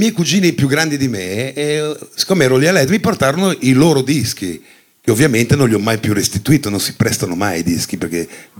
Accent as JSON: {"language": "Italian", "town": "Genoa", "region": "Liguria", "country": "Italy", "tie": "born there", "said": "sono nato a Genova."}